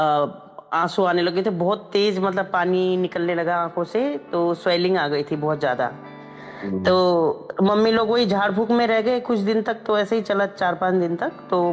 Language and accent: Hindi; Uttarakhand, India; now in Delhi, India; मैंने 8th तक पढ़ाई की थी वहीं उत्तराखंड में ही।